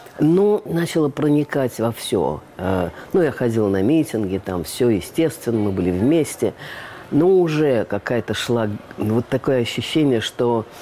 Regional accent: Moscow, Russia; born there; moved away as an adult; also born or lived in England; Мне повезло, что я родилась в Москве, в столице нашей Родины. И мне повезло, что я родилась в Советском Союзе.

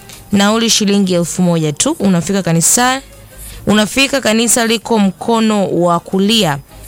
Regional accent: Chato, Geita, Tanzania; natokea Mwekako Chato.

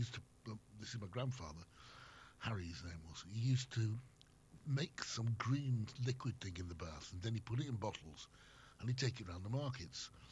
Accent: Prestwich, North West England, United Kingdom; born there; Well, all over the place. I was born in Manchester, believe it or not. A place called Prestwich, North Manchester.

